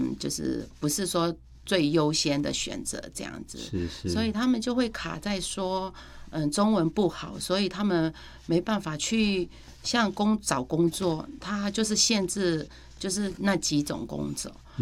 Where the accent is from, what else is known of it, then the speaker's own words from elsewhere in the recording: Myanmar; 就是因为缅甸现在的状况不是很适合回去，所以我就说那等我们就是长再长大一点，然后呢那边都很就是可以回去的时候，我们一定会回去这样子。